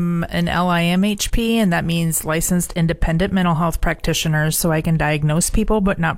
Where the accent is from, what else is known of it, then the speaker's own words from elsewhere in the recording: Columbus, Nebraska, United States; My background is that I grew up in Columbus, Nebraska.